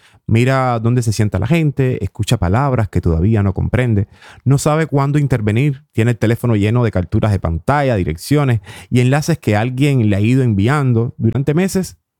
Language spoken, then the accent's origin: Spanish; Cuba; yo también soy de Cuba